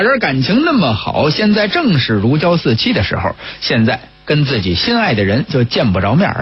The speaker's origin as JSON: {"language": "Chinese", "region": "Beijing", "country": "China", "said": "用咱们北京话来说"}